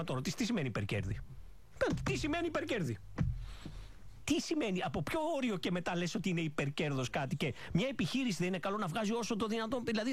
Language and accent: Greek; Greece; επειδή είμαστε Έλληνες